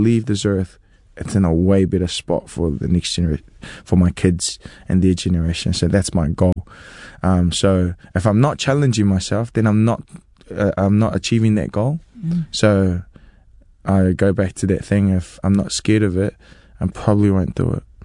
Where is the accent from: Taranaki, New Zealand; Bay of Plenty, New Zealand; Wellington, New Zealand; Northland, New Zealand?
Taranaki, New Zealand; Waitara; I'm a kid from Waitara, you know, you kind of just figure it out as you go along.